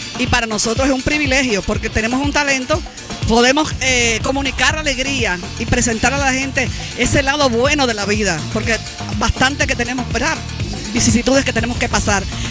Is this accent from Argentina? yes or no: no; Dominican Republic; now in New York, United States; los dominicanos en nuestro país